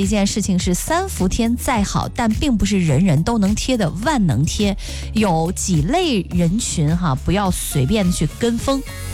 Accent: Henan, China; 咱们河南人一到夏天的时候哈，那必须得上两盘凉菜

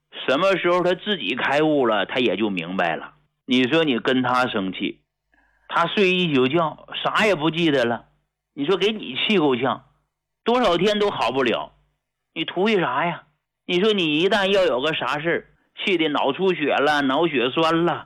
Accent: Northeast China, China; 小时候在东北睡那大炕啊，我挨着我母亲，我就小声跟我娘说，我说娘啊，我腿疼。

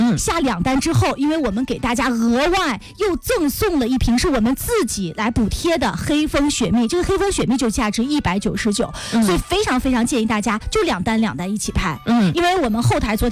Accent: Henan, China; 我们河南人其实就北方人吧

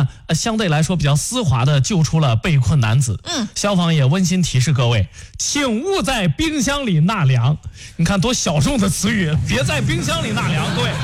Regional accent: Northeast China, China; 作为东北人，小品没看过吗？

